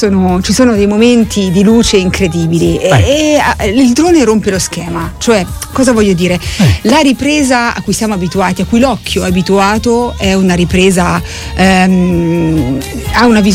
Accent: Arezzo, Tuscany, Italy; io vengo dalla città di Arezzo.

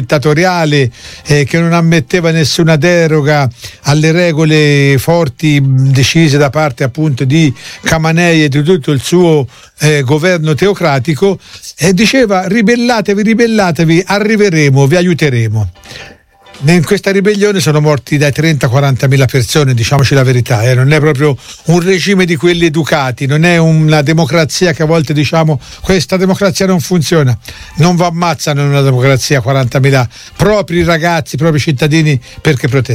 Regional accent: Tuscany, Italy; Saione è un quartiere importante. Io ci sono cresciuto a Saione

